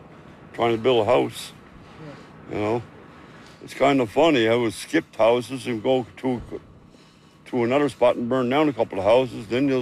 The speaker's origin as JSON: {"language": "English", "town": "Salmon Cove", "region": "Newfoundland and Labrador", "country": "Canada", "said": "I'm from Peary's Cove from Salmon Cove. Right. And I bought this house down here, I think it was in 91, 92 or something. And I've been lived down here ever since."}